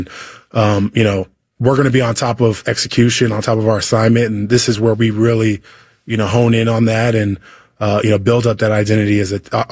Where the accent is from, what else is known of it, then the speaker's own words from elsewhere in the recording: Maryland, United States; I grew up in Maryland. We get some similar weather there.